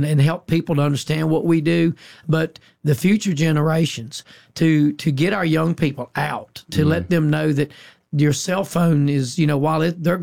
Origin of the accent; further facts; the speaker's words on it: Franklin County, Virginia, United States; when I grew up in Franklin County, which we're only known for making moonshine and stuff like